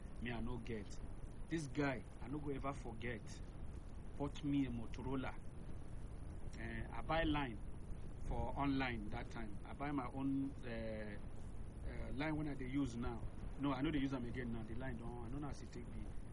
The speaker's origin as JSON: {"language": "English", "region": "Lagos", "country": "Nigeria", "tie": "born or raised there", "said": "we grew up together in Lagos"}